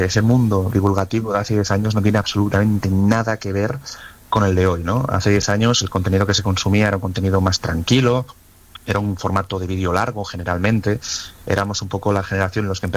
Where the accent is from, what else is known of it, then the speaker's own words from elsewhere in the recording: Asturias, Spain; yo soy asturiano, ¿no? Lo confieso